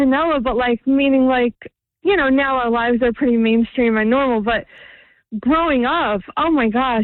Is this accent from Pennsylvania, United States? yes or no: no; Jackson, New Jersey, United States; we grew up in Jackson.